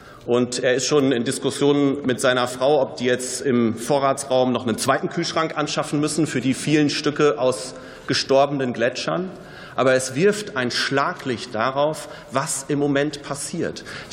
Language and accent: German; North Rhine-Westphalia, Germany; Ich komme aus Nordrhein-Westfalen. Der Rhein ist die wichtigste Wasserstraße in unserem Bundesland.